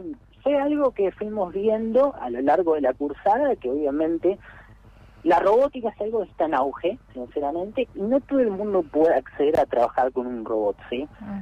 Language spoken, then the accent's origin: Spanish; Trelew, Chubut, Argentina; moved away as an adult; now in Buenos Aires, Argentina; yo soy de Trelew, como ahora obviamente es mucho más grande y demás